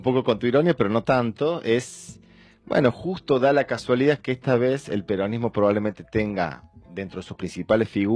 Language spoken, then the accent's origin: Spanish; Argentina